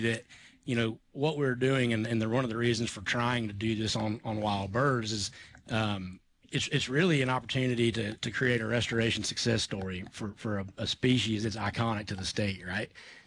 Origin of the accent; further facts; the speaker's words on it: Germantown, Tennessee, United States; also born or lived in Florida; I'm from West Tennessee, but I've been with Tall Timbers for about 10 years, lived in Florida, and now happy to say that we've moved home.